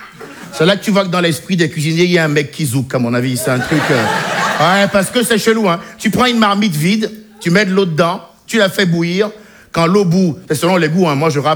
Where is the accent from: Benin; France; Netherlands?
Benin; born or raised there